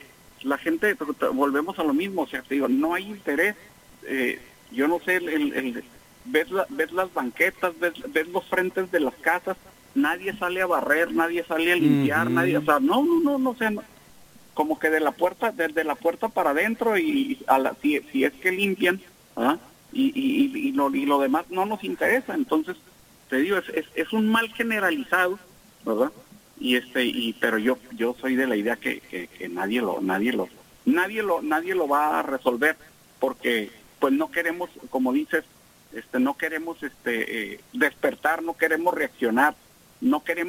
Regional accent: Tijuana, Baja California, Mexico; Yo soy de aquí de Tijuana, pero mi papá, en paz descanse, era de Michoacán, y mi madre, en paz descanse, de La Barca, Jalisco, ¿sí? Y ellos, pues, se vinieron en aquellos ayeres con la ilusión de irse a Estados Unidos

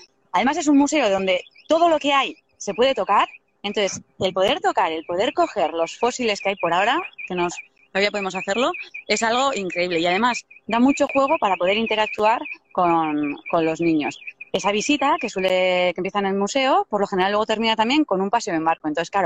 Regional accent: Deba, Basque Country, Spain; born there; also born or lived in Zumaia

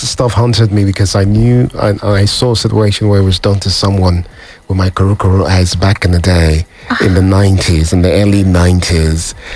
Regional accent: Lagos, Nigeria; I was born and raised in Lagos. I lived in a neighborhood where this was done to girls.

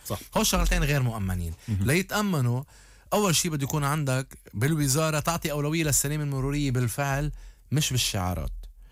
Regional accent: Lebanon

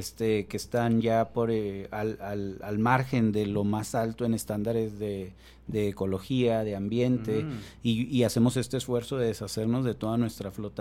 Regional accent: Ciudad Juárez, Chihuahua, Mexico; ¿de dónde eres? De Juárez, ¿quieres a Juárez? Con todo el corazón.

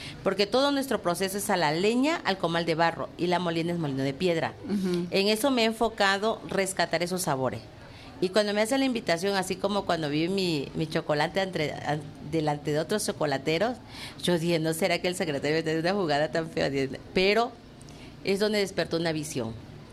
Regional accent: Tamulté de las Sabanas, Tabasco, Mexico; vengo de Tamulté de las Sabanas, que es una zona indígena donde todavía conservamos nuestro folclor, nuestra lengua autóctona y todo eso

